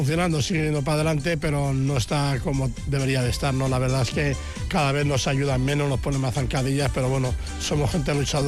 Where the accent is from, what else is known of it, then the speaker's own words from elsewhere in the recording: Bilbao, Basque Country, Spain; born there; hemos vivido 18 años en la calle San Francisco. Cuando nosotros éramos pequeños, que mi padre se retiró un poco del mundo del circo, estuvimos 18 años viviendo ahí, estudiando ahí